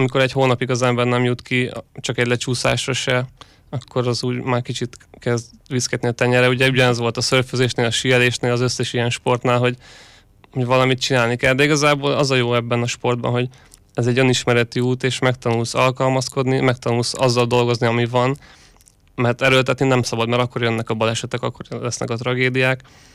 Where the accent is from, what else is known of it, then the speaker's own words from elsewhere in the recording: Hungary; Hát szerintem magyarként átrepülni a Balatont, az mindig óriási élmény.